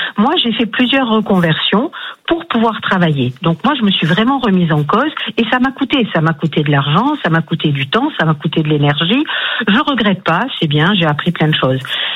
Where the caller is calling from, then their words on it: Pau, Nouvelle-Aquitaine, France; De Pau, dans le sud-ouest.